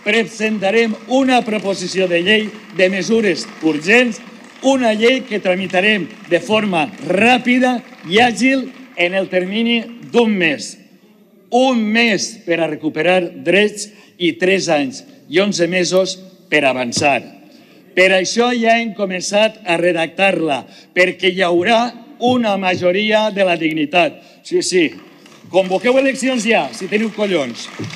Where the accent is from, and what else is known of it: Valencian Community, Spain